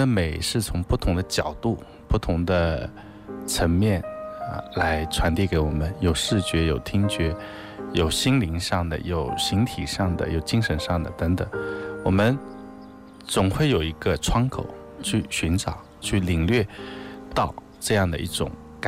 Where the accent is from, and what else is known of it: China